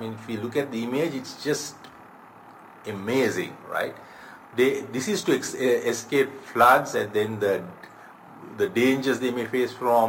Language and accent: English; Sri Lanka; from Sri Lanka